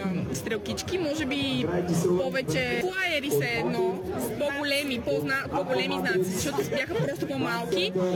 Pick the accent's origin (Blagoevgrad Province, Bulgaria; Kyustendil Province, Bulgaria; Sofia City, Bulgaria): Sofia City, Bulgaria; Sofia; От София.